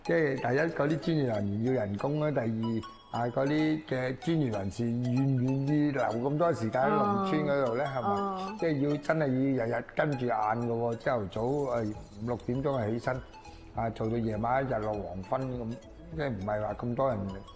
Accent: Foshan, Guangdong, China; 我哋佛山人咧，都係好順好直嘅

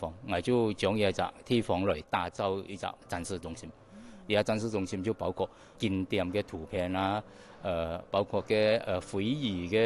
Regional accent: Malaysia; 仲有我哋马来西亚人喜欢喜欢系一样东西，客家酿酒。

